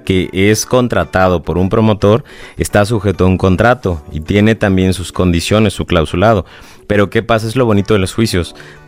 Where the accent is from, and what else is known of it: Mexico